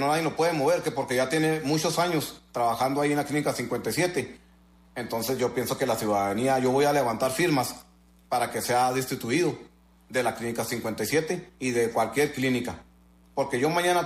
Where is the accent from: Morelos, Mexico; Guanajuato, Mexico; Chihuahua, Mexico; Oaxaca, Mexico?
Chihuahua, Mexico; Delicias; Yo soy un ciudadano de Delicias, Chihuahua, originario y nacido aquí.